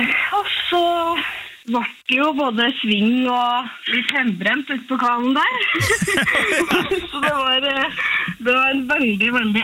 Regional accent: Innlandet, Norway; Og som hedmarking så kan du ikke, da du programforpliktet til å få med deg altså.

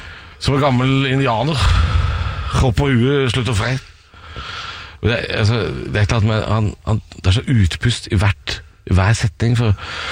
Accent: Drammen, Buskerud, Norway; moved away; men så vokste jeg på Åsia, så jeg vokste opp i Drammen kommune, altså.

